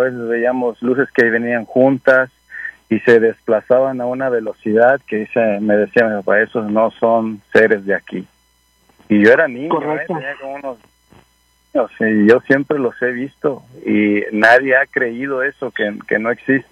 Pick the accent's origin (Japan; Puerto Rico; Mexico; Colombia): Mexico; Yo soy mexicano del sur.